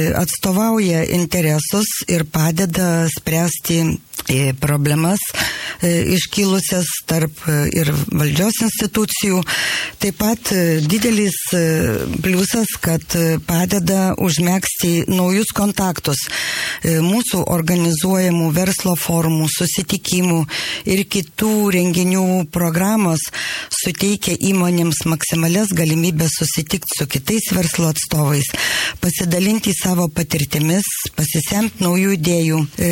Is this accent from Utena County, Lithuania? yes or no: yes; Utena, Utena County, Lithuania; Aš pati esu gimusi ir užaugusi Utenoje. Utenoje kūriau savo kelią